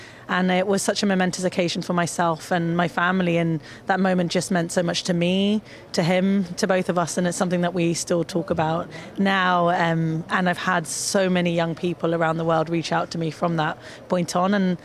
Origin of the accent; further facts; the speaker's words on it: Zimbabwe; born there; I was born in Zimbabwe, and my dad had an engineering workshop alongside my grandfather.